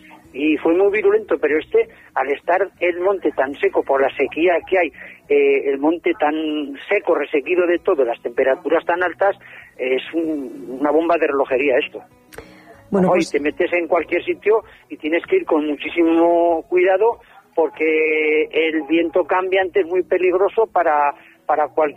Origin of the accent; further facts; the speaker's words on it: Luesia, Aragon, Spain; Sí, sí, soy de aquí de Luesia, sí. Tengo mi explotación aquí en Luesia.